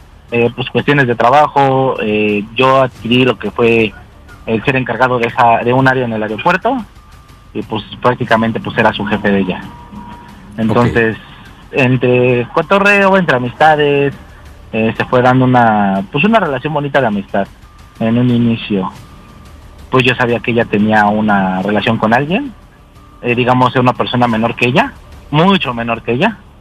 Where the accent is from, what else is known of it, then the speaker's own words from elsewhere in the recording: Iztapalapa, Mexico City, Mexico; Mira, tengo 31 años y soy de Iztapalapa.